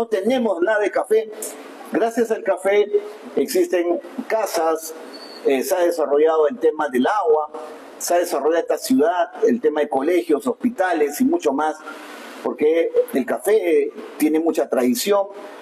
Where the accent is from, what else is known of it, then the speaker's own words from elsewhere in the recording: Pichanaki, Junín, Peru; de dónde venimos como pichanaquinos, de dónde venimos como selva central